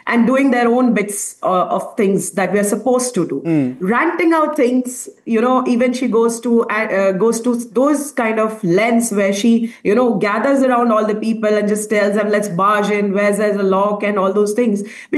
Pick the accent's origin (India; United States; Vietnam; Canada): India; as a tourist, as an Indian citizen, do people understand what it takes to make that borderland secure and make it tourist worthy?